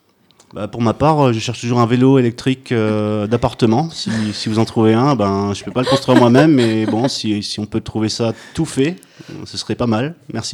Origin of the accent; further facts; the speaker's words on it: Toulouse, Occitanie, France; now in Ambert, France; je viens de Toulouse. Enfin, j'ai habité pas mal à Toulouse.